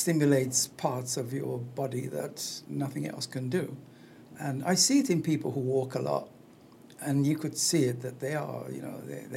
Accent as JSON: {"language": "English", "town": "Saddlers", "region": "Saint Kitts", "country": "St. Kitts & Nevis", "said": "I come from Saddlers."}